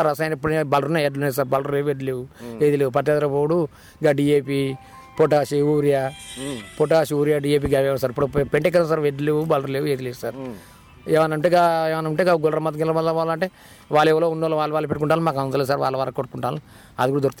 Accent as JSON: {"language": "Telugu", "town": "Shampet", "region": "Telangana", "country": "India", "said": "శాంపేట మండలంలో పచ్చిపక్క శాంపేట సార్, మాది అన్నమగడ జిల్లా సార్."}